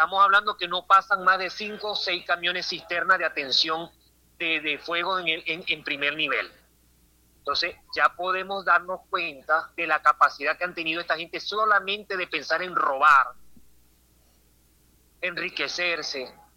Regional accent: Venezuela; como decimos nosotros en el vocabulario venezolano.

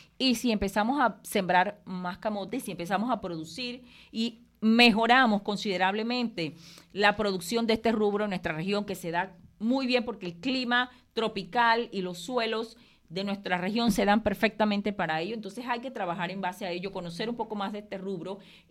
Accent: Panama

